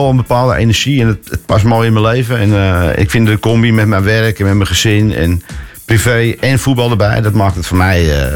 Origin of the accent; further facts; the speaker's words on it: Amsterdam, North Holland, Netherlands; En ik ben zelf een Amsterdammer.